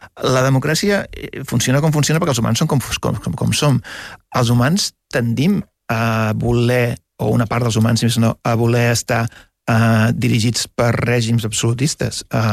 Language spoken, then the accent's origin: Catalan; Catalonia, Spain; first language Catalan; moved away as an adult; also born or lived in England; Jo vivint a fora, com a migrant que sóc, Catalunya és el meu punt de referència, és el lloc on sé que sóc, que hi ha la meva gent.